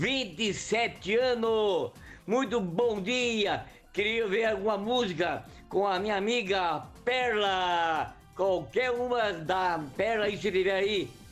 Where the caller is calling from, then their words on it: Barra do Chapéu, São Paulo, Brazil; E a Barra do Chapéu em festa hoje, aniversário da minha cidade.